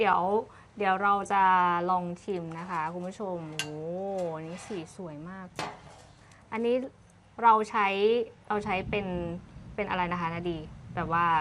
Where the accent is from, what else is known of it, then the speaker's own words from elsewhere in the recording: Phra Nakhon Si Ayutthaya, Thailand; เราเป็นคนอยุธยาเราเป็นคนภาคกลาง